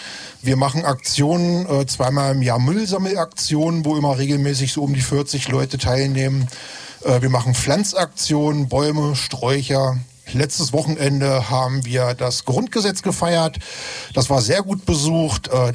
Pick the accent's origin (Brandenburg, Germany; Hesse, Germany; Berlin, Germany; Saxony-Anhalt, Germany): Saxony-Anhalt, Germany; Oebisfelde; wir sind hier zu dritt heute. Wir kommen aus Übisfelde